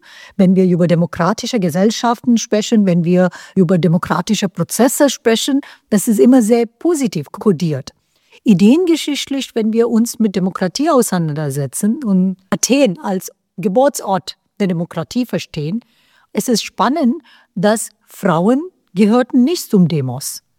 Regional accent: India; first language Hindi; German is a second language; Meine erste Sprache ist Hindi. Und es ist interessant, dass auf Hindi das Wort für gestern ist dasselbe wie das Wort für morgen, kal.

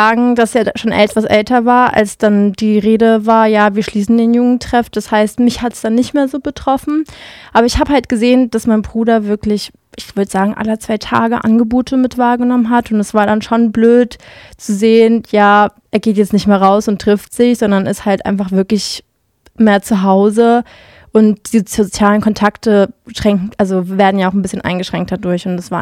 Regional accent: Leipzig, Saxony, Germany; ich komme aus Leipzig und wohne eigentlich auch schon immer hier

